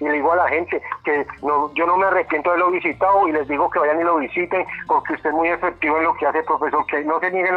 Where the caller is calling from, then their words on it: San Bernardo, Cundinamarca, Colombia; profesor. Yo lo visité en Cusasasugá. Yo soy de acá de San Bernardo, Cundinamarca